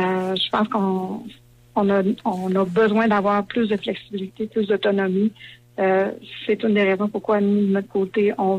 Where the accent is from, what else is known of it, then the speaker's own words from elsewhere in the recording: Notre-Dame-du-Lac, Quebec, Canada; Nous, parce que je viens de Notre-Dame-du-Lac, fait que je suis désolée.